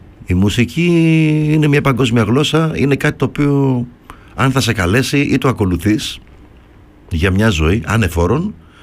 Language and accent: Greek; Greece; Εδώ έχουμε αλλάξει σαν Έλληνες, σαν DNA τώρα, γιατί έχω και μια ηλικία.